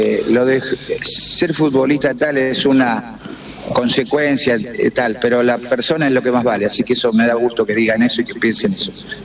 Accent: Maciel, Santa Fe, Argentina; una radio de mi pueblo, ahí en Maciel, en Santa Fe

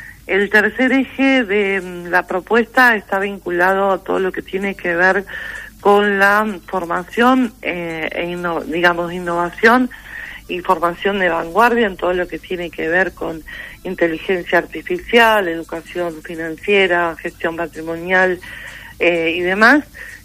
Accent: Olavarría, Buenos Aires Province, Argentina; Olavarría, que es de la ciudad de la cual yo soy nativa

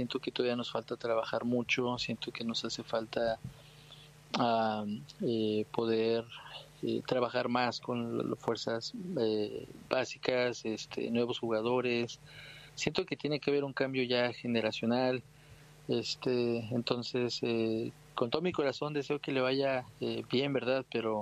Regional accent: Mexico; Ah, pues mira, obviamente, pues como mexicano quiero que siempre le vaya bien a México, ¿verdad?

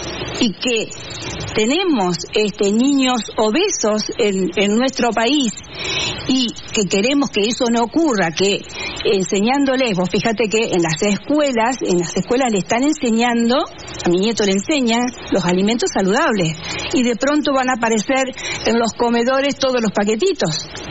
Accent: Argentina

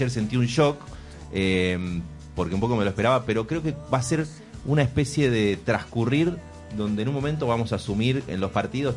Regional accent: Argentina; nosotros, que somos así como argentinos / porteñizados, cancheros, de los que hablamos fuerte

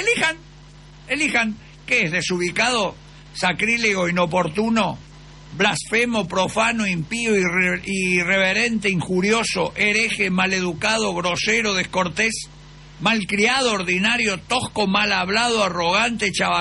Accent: Argentina

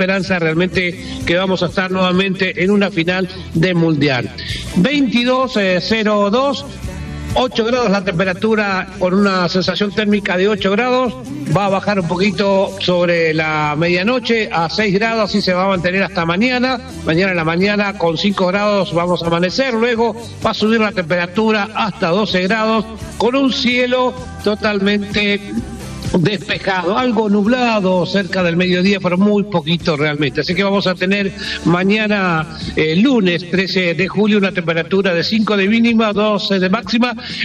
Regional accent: Bolívar, Buenos Aires Province, Argentina; yo soy de Bolívar

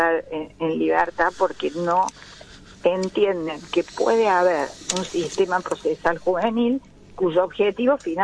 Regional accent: Córdoba, Argentina; yo por ejemplo soy cordobesa

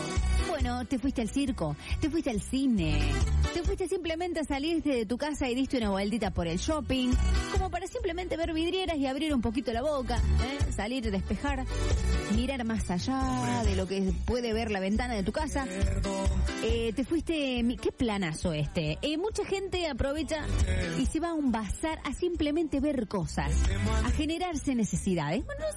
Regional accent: Río Cuarto, Córdoba, Argentina; Nosotros somos de Río Cuarto, pero andamos con la familia en Carlos Paz.

